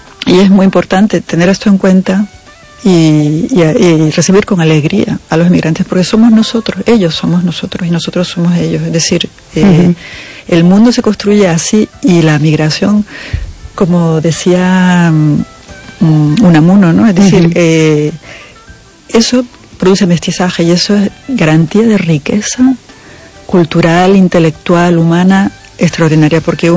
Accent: Canary Islands, Spain; Tanto Galicia como Canarias, que es mi tierra, son tierras con mirada atlántica, con vocación atlántica

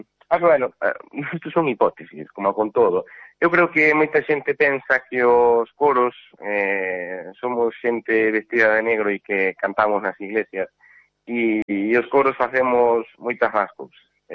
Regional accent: Carballo, Galicia, Spain; además eu son de aquí, pues son de Carballo, e por eso además me fai moitísima ilusión dirixir … aquí en Carballo temos unha tradición moi grande de música tradicional galega

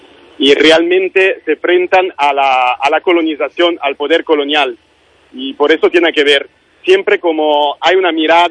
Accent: Italy; siendo como italiano y teniendo esa gerencia histórica

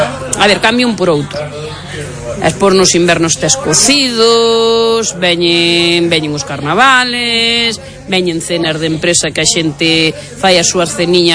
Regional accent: Ribeira, Galicia, Spain; San Pedro do Sarandón, Ribeira exactamente. Son de Ribeira, San Pedro Sarandón.

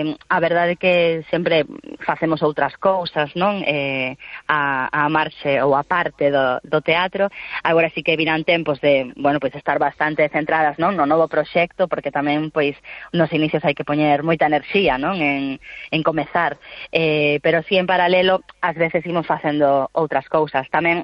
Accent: Galicia, Spain; a ver, nós tamén somos creadoras galegas, co cal sempre a nosa visión o facemos dende a nosa idiosincrasia

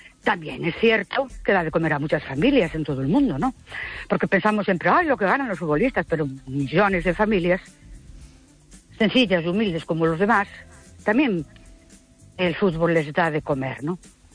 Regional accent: Ourense, Galicia, Spain; Buenas noches … de Ourense.

